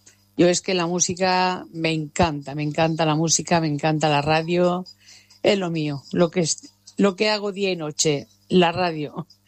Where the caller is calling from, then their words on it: Sabadell, Catalonia, Spain; de Sabadell.